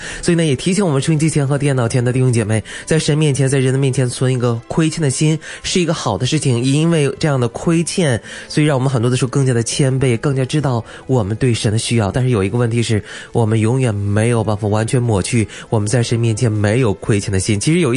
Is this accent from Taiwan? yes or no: no; China; 我们中国人